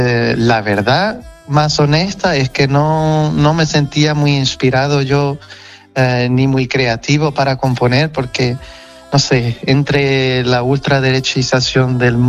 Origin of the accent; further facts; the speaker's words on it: Portugal; accent: Portuguese; Spanish is a second language; Entonces yo pensé, bueno, lo que traigo es mi acento, y yo estoy muy orgulloso del portugués, de la lengua portuguesa, y también como la hablan los portugueses, ¿sabes?